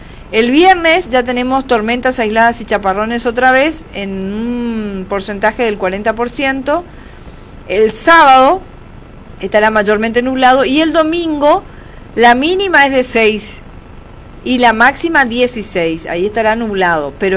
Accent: Oberá, Misiones, Argentina; Siempre, cuando salgo fuera, en otra provincia, hablo de Misiones, hablo de los beneficios que tenemos. En Oberá lo mismo, o de Oberá. Fanática soy de mi lugar

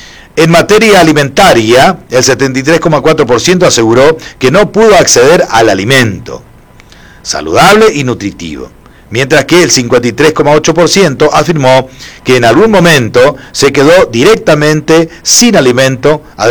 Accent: Argentina

